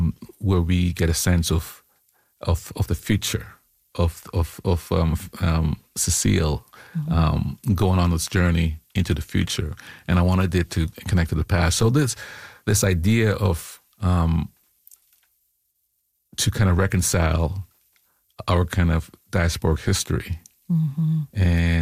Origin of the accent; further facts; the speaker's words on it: Jamaica; born there; I mean, I was born in Jamaica, you know, and so the idea of magic and reality operating on the same plane is not unusual for me.